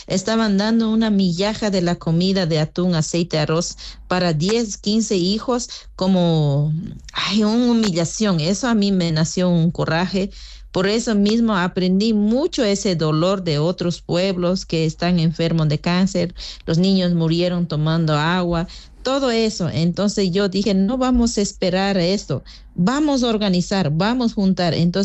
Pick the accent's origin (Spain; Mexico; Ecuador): Ecuador; Pastaza; Yo soy Huaurani de Pastaza por el sur. Yo siempre escuchaba desde niña hasta adolescencia que el norte de la Amazonía